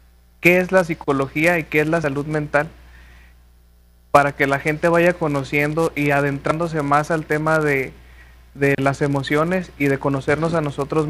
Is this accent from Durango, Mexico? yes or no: yes; Cuencamé, Durango, Mexico; yo soy originario del municipio de Cuencamé